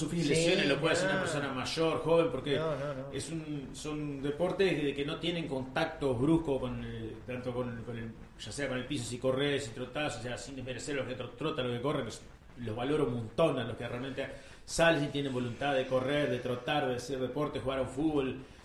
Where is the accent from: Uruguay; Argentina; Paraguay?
Uruguay; Montevideo; no soy de Salto Nuevo, toda mi vida viví lo que es a la vuelta de River, el barrio acá del asilo, acá viví ahí.